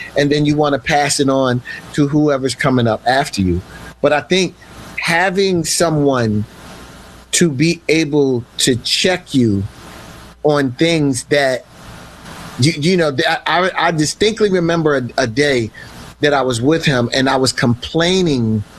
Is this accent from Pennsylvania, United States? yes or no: yes; Philadelphia, Pennsylvania, United States; growing up in West Philly